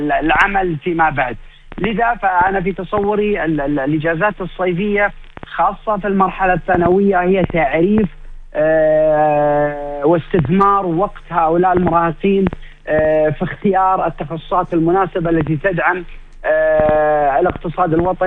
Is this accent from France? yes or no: no; Kuwait; احنا عندنا في الكويت